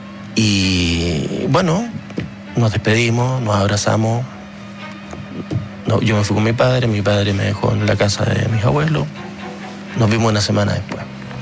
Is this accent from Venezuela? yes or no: no; Magallanes, Chile; Oye, yo soy magallánico, ¿no dice quién es?